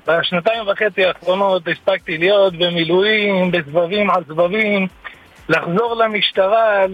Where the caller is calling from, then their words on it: Kiryat Gat, Southern District, Israel; אני מקריית גת.